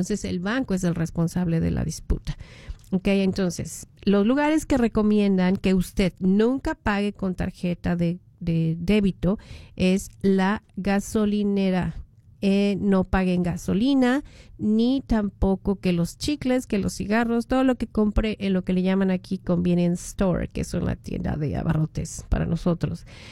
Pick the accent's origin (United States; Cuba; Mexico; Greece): Mexico; Él es ecuatoriano, yo soy mexicana y hoy juega mi México y su país